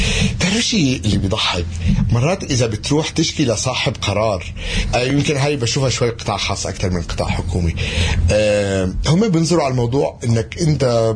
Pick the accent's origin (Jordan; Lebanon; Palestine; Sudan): Palestine; انا بحب اطلع برا البلد اقول لهم انا فلسطيني، احنا عندنا مستوى الخدمات هالقد مرتفع وراقي.